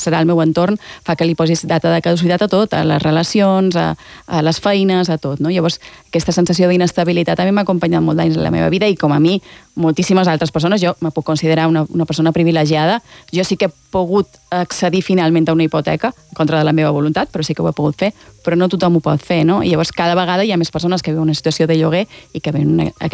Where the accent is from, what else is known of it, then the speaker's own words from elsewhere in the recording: Mallorca, Balearic Islands, Spain; moved away as an adult; now in Barcelona, Spain; Jo que som de Mallorca o som de Barcelona? Clar, no ho sé. Durant la pandèmia molta gent m'ho deia. Com així no te'n vas a ca teva? I jo fa 25 anys que visc a Barcelona, que és ca meva, no?